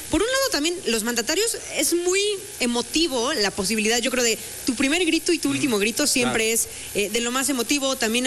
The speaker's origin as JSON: {"language": "Spanish", "region": "Puebla", "country": "Mexico", "said": "Como poblanos, como mexicanos"}